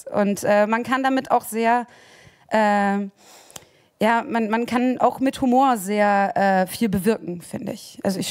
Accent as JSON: {"language": "German", "town": "Cuxhaven", "region": "Lower Saxony", "country": "Germany", "said": "die ist so schön norddeutsch, ich komme aus Cuxhaven"}